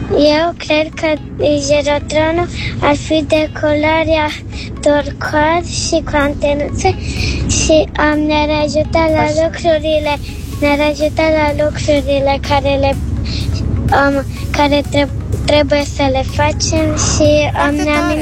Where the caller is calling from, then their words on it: Satu Mare, Satu Mare County, Romania; din satul mare, am 8 ani